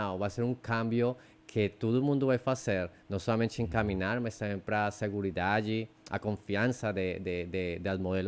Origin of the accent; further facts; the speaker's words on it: Leticia, Amazonas, Colombia; Olha, eu cresci aqui na Letícia, estudei no colégio Inem, mas depois eu saí daqui do Amazonas com muitos sonhos, quando eu estava criança, né?